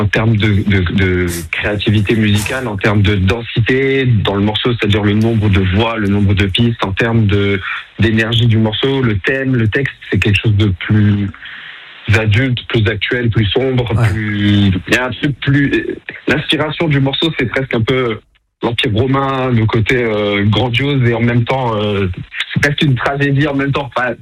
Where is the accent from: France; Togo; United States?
France; Amiens, Hauts-de-France; J'ai une relation à Amiens. J'ai grandi à Amiens toute ma vie. J'y ai vécu, j'y ai tout appris. C'est ma ville, en fait.